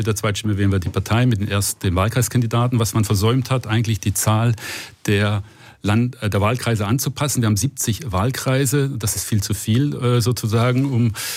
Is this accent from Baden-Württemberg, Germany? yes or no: yes; Baden-Württemberg, Germany; Waren natürlich harte Zeiten im VfB-Land sozusagen, wo ich aufgewachsen bin als Werder-Fan.